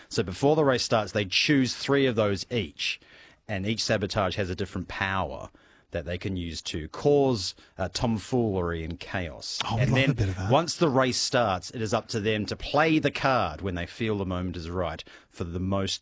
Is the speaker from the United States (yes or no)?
no; New Zealand; moved away as an adult; You know, I'm from New Zealand originally, and New Zealand, up until I think maybe 6 months ago, didn't have an IKEA. So I didn't grow up with IKEA being the sort of cultural staple that it is.